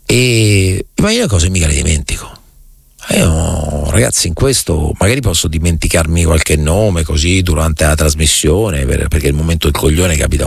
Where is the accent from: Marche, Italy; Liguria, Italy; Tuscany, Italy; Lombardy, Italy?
Marche, Italy; now in Rome, Italy; io non sono nato a Roma, ma mi sento profondamente romano, il che non significa negare le mie origini. Cioè, quando io parlo con qualcuno, mi dico, tu sei, io sono marchigiano, lo dico sempre, cioè, perché è una cosa alla quale tengo. Le mie radici sono lì